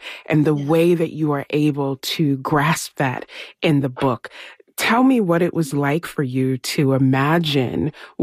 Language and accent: English; Virginia, United States; You base this book in my home state of Virginia